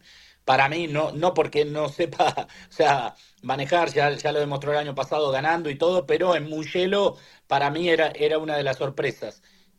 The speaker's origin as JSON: {"language": "Spanish", "country": "Argentina", "said": "ya eso lo sabemos nosotros como argentinos y como latinos"}